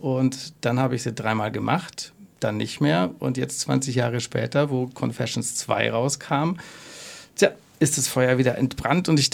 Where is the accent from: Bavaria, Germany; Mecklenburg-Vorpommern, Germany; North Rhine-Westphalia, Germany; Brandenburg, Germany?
Bavaria, Germany; Fürth; born there; now in Nuremberg, Germany; Ich bin eigentlich gebürtiger Fürther. Und bin aber jetzt in Nürnberg lebend seit 2004